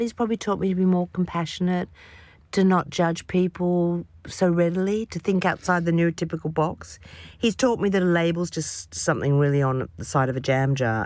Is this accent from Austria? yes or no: no; Australia